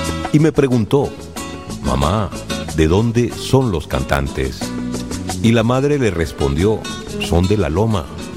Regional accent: Santiago de Cuba, Cuba; Eso quiere decir que somos de Santiago de Cuba.

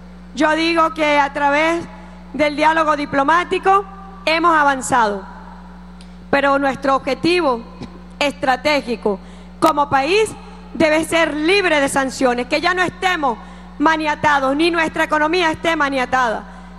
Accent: Venezuela; la identidad como venezolanos y venezolanas que nos forjamos en el espíritu de Simón Bolívar.

